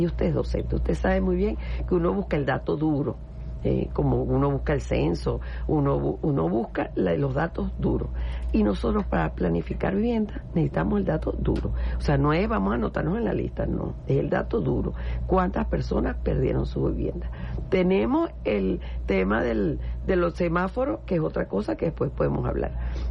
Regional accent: Venezuela

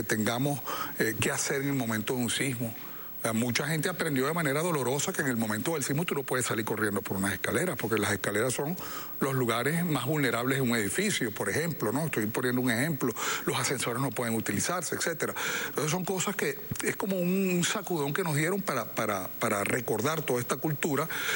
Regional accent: Venezuela; pudimos nosotros como venezolanos pensar como que Venezuela estaba sola

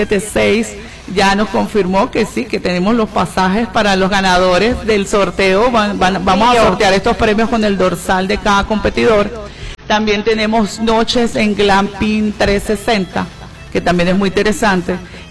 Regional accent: San Cristóbal, Táchira, Venezuela; born there; Yo nací aquí en esta ciudad, soy de San Cristóbal

